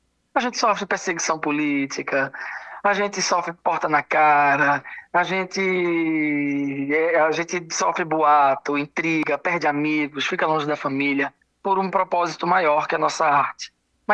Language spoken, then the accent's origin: Portuguese; Pernambuco, Brazil; Eu venho do interior de Pernambuco